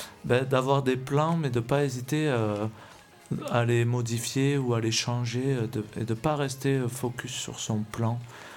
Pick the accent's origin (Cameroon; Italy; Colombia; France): France; moved away as an adult; quand j'étais en France. Enfin, j'étais pas... Comme j'étais chez moi, dans ma ville natale